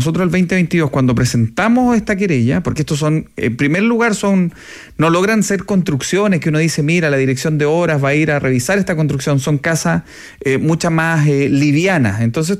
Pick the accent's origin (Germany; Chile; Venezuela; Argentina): Chile; Coquimbo; born there; Yo me acuerdo que cuando era chico iba al campo en Coquimbo